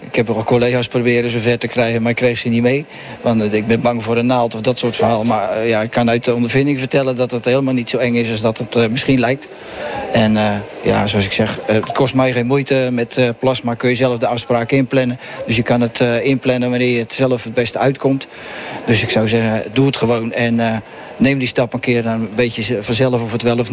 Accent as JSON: {"language": "Dutch", "town": "Middelburg", "region": "Zeeland", "country": "Netherlands", "said": "uit Middelburg."}